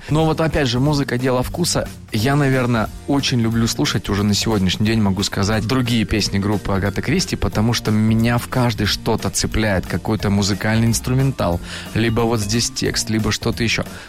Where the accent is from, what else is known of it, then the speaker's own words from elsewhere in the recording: Chelyabinsk, Chelyabinsk Oblast, Russia; Я из Челябинска, они из Екатеринбурга, да.